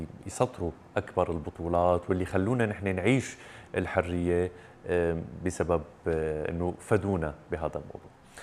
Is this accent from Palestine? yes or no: no; Syria; الجزيرة الوحيدة اللي عنا يا جماعة، عم بحكي لغير السوريين